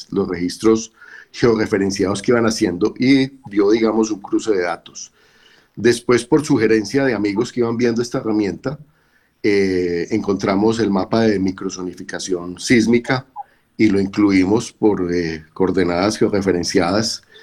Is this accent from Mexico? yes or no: no; Pereira, Risaralda, Colombia; Yo soy un pereirano, nacido en Pereira, nunca me he ido de Pereira.